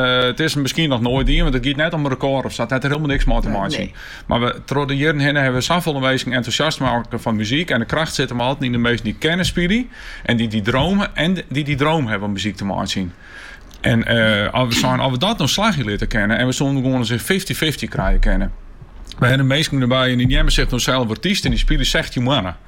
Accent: Enschede, Overijssel, Netherlands; Oh ja, maar ik kom uit Enschede en ik ben eventjes naar Maasluis rijden om te repeteren.

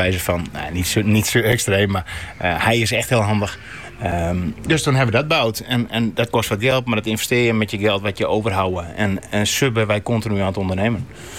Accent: Sneek, Friesland, Netherlands; also born or lived in IJsbrechtum; Kijk, ik kom uit Sneek. En ik ben geboren in Iesbrechtum en op mijn 7e naar Sneek verhuisd. Maar Iesbrechtum, dat is eigenlijk Sneek.

